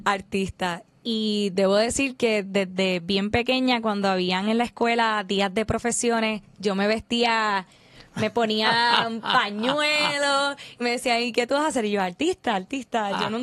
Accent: Barranquitas, Puerto Rico; Y yo soy de Barranquitas, nacida y criada.

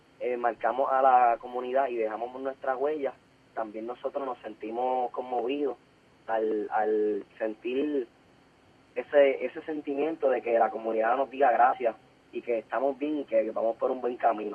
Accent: Aguadilla, Puerto Rico; Y soy del pueblo de Aguadilla.

